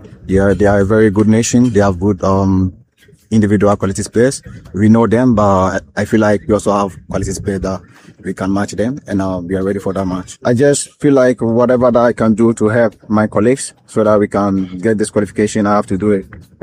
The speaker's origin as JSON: {"language": "English", "country": "Ghana", "said": "And now still I'm Ghanaian, you know, so my heart goes with the team everywhere that the team goes."}